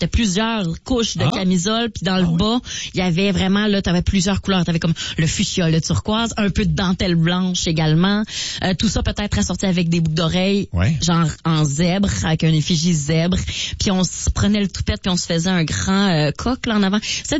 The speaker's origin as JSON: {"language": "French", "town": "Laval", "region": "Quebec", "country": "Canada", "said": "je suis de Laval, vraiment, et j'y vis encore."}